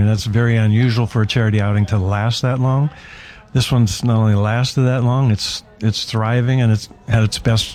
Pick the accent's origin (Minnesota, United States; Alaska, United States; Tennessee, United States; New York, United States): Minnesota, United States; moved away as an adult; also born or lived in Findlay, Ohio; now in Arizona, United States; I love being here in Findlay. I was here 17 years. I grew up in Minnesota, and so I was always up in the North Country